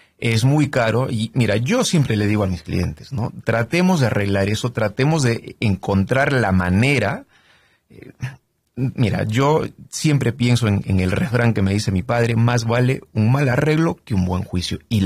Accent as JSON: {"language": "Spanish", "town": "Saskatoon", "region": "Saskatchewan", "country": "Canada", "tie": "born or raised there", "second_language": "Spanish", "said": "Yo soy de Saskatoon, Saskatchewan."}